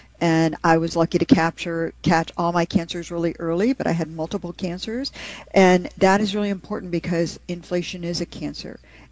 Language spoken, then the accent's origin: English; Detroit, Michigan, United States; and I'm a child of the 1970s, and I became an economist because I grew up in Detroit.